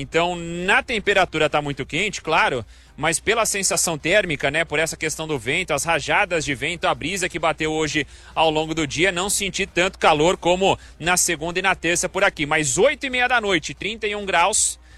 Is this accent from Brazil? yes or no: yes; Catanduva, São Paulo, Brazil; Lá em Catanduva, minha terrinha também